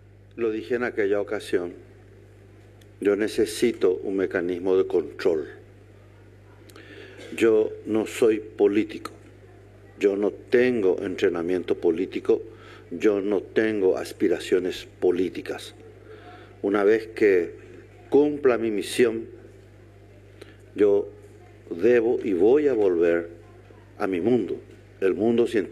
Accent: Paraguay; donde yo puedo expresar lo máximo de mi paraguayidad, mi representación en mi persona como cirujano paraguayo.

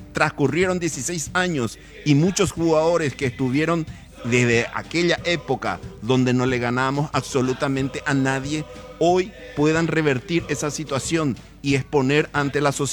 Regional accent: Paraguay; Hoy somos todos paraguayos

